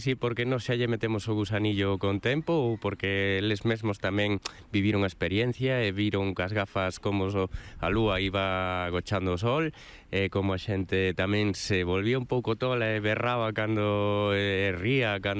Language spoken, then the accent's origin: Galician; Vilagarcía de Arousa, Galicia, Spain; nos vimos de Vila García